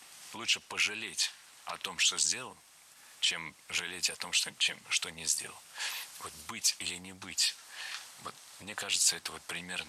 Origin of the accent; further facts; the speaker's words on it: Russia; born there; Мое счастье, что я живу в такой прекрасной, любимой мной стране, что я родился в России.